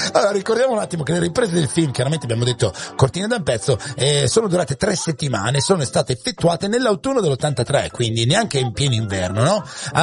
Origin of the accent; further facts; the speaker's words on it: Vigo di Fassa, Trentino-Alto Adige, Italy; Io sono cresciuto a Vigo di Fassa, e che sono Corvara di Badia, i posti dove si andava a sciare spessissimo